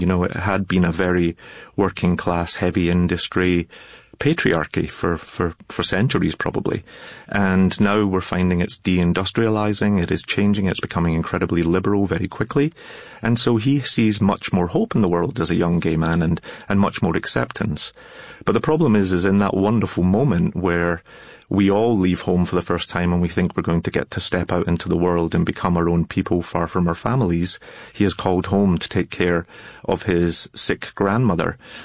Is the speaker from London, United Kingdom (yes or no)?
no; Glasgow, Scotland, United Kingdom; I am a Scotsman who grew up in Glasgow